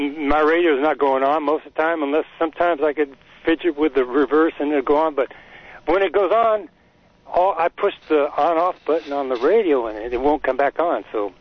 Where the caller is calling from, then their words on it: Myrtle Oaks, United States; from Myrtle Oaks.